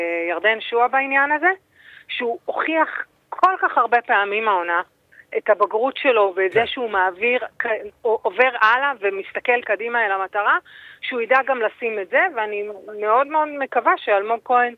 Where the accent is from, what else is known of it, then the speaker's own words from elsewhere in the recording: Jerusalem, Jerusalem District, Israel; כירושלמית, כביתרית